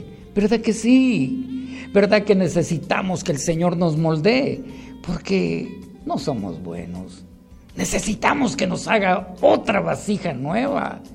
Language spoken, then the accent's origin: Spanish; Guatemala; da vergüenza oír esas noticias de mi pueblo, usted, Guatemala.